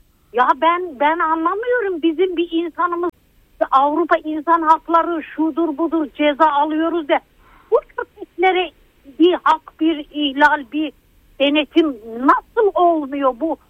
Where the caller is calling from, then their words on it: Izmir, İzmir, Turkey; Ben İzmir'den arıyorum.